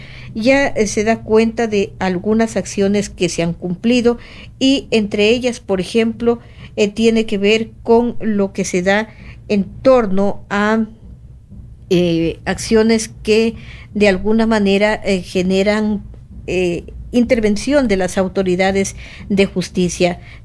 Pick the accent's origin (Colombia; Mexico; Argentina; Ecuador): Ecuador; los ecuatorianos